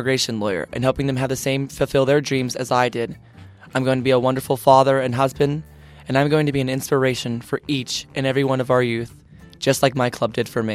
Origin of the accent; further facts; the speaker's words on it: Pittsburgh, Pennsylvania, United States; Yeah, I'm from Troy Hill, yeah.